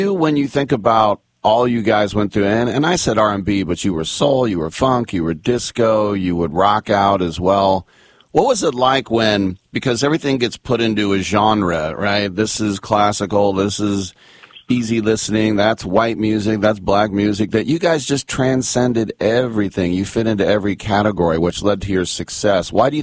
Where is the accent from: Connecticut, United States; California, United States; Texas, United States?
California, United States; Oakland; because I'm from the Oakland area